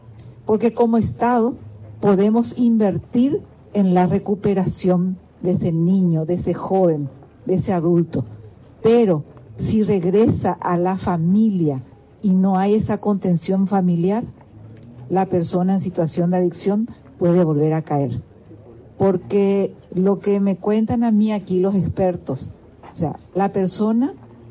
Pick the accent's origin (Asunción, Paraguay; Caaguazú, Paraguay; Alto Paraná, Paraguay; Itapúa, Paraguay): Itapúa, Paraguay; Encarnación; estar en mi ciudad natal, mi querida Encarnación.